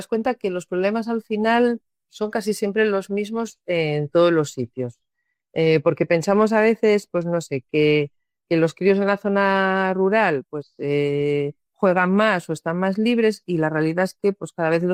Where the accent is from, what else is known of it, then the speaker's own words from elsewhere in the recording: Candás, Asturias, Spain; lo primero que tengo que decir es que no soy de Cangas de Narcea, encima yo soy de Candás